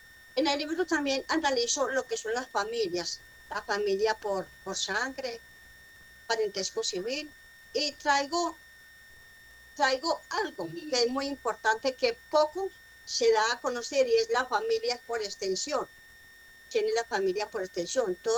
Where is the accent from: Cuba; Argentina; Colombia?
Colombia; Antioquia; nosotros como antioqueños tenemos una cultura que es la cultura paisa.